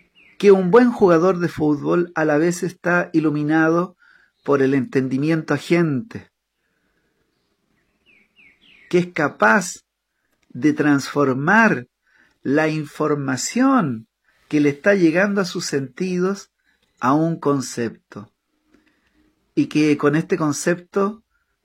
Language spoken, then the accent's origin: Spanish; Chile; moved away as an adult; now in Paraguay; Ustedes saben que yo soy chileno, pero no me digan chileno a secas. Porque yo llevo 14 años viviendo en Paraguay